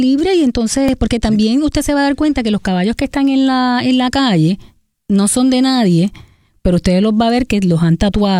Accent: Puerto Rico

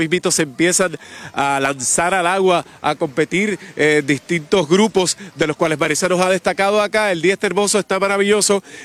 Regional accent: Puerto Rico; como somos los puertorriqueños y las puertorriqueñas.

